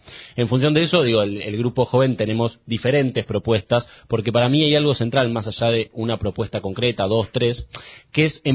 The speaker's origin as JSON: {"language": "Spanish", "region": "Buenos Aires", "country": "Argentina", "tie": "born or raised there", "said": "yo nací, me crié y vivo en la ciudad de Buenos Aires"}